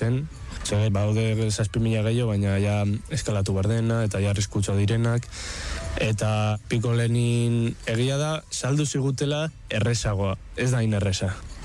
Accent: Vitoria-Gasteiz, Basque Country, Spain; born there; 20 urte ditut, Gasteizen jaio naiz

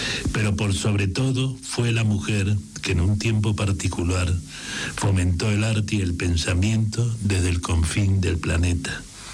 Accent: Argentina; Personalmente le debo mucho a Victoria Ocampo, pero le debo mucho más como argentino.

